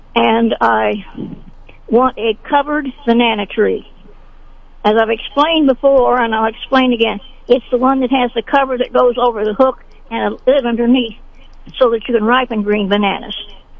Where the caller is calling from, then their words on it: Sedalia, Missouri, United States; I'm calling from Sedalia